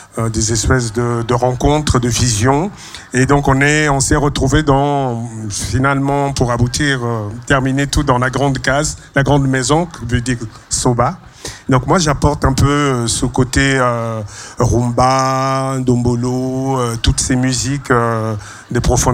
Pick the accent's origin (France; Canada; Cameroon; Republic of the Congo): Republic of the Congo; Brazzaville; born there; je suis né à Brazzaville